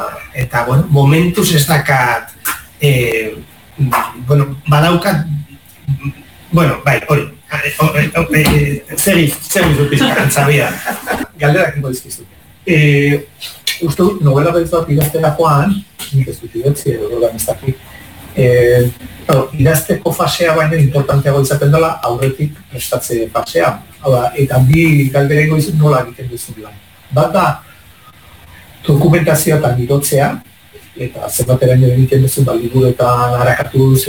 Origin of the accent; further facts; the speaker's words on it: San Sebastián, Basque Country, Spain; Ni donostiarra naiz, baino paisaian eta Uria mendian asko ibili naiz, asko.